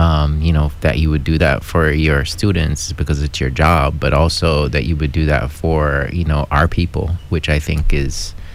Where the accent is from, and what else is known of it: Hawaii, United States